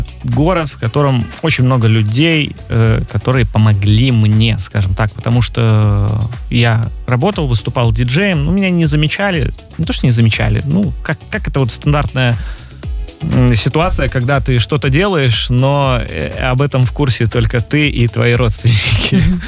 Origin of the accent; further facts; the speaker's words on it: Liozna, Vitebsk Region, Belarus; now in Minsk, Belarus; я сам вообще из Лиозна, это возле Витебска.